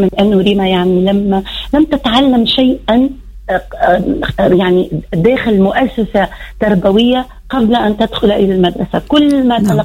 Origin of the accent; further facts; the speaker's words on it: Tunisia; accent: Tunisian; moved away; قالت لي بالتونسي بلهجتنا